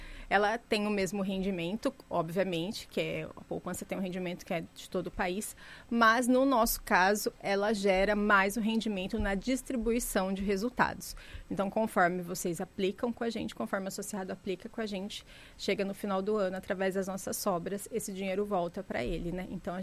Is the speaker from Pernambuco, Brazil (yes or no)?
no; Maringá, Paraná, Brazil; Eu já morei em estados diferentes, eu venho de Maringá, Paraná, que também é uma cidade do interior, né?